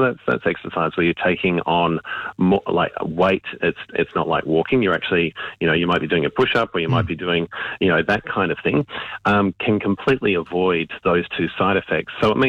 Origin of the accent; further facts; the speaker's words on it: Canberra, Australian Capital Territory, Australia; I'm old enough to remember Life Be In It when I was growing up in Canberra.